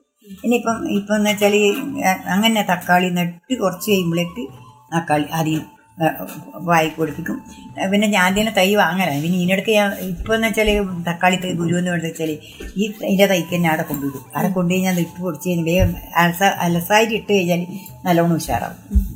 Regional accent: Aduvappuram, Kerala, India; Aduvappuram, Aduvappuram

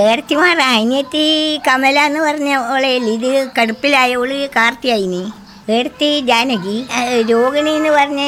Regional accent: Mundorapoyil, Kerala, India; എന്റെ വീട് അങ്ങ് മുണ്ടോറപ്പൊയിൽ എന്ന് പറയും.

